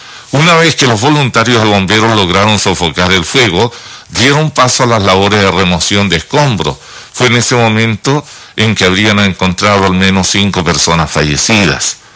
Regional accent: Chile; Así somos los chilenos nuestros

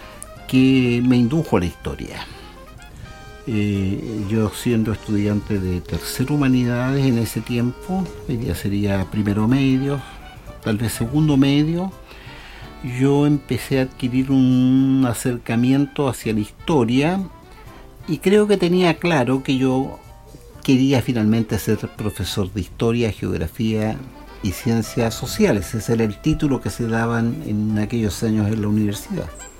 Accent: Punitaqui, Coquimbo, Chile; also born or lived in La Serena / Pisco Elqui; yo soy un serenense. Yo nací en La Serena, pero siendo niño me crié en Punitaqui, en las cercanías de Ovalle. Y también en Piscuelqui. Mi familia paterna era de Punitaqui, mi familia materna de Piscuelqui.

